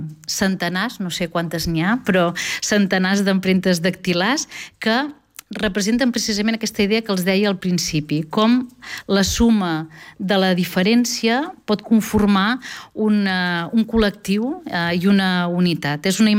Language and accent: Catalan; Catalonia, Spain; com a catalans i catalanes